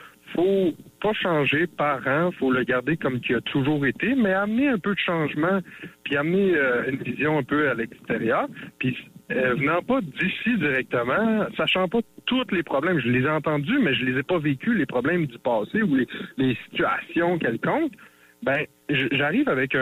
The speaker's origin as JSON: {"language": "French", "region": "Quebec", "country": "Canada", "tie": "born or raised there", "also_born_or_lived": "Victoriaville, Quebec", "moved": "as an adult", "lives_now": "Parent, Canada", "said": "Je suis natif de Victoriaville et j'ai grandi la majorité de ma jeunesse rive-sud de Québec."}